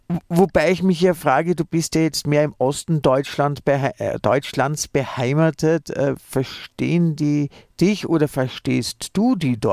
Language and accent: German; Vienna, Austria; now in Salzburg, Austria; ich bin ja als Wiener im Salzburger Land.